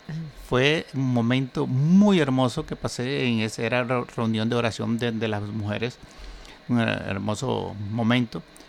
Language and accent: Spanish; Barranquilla, Atlántico, Colombia; No, barranquillero puro.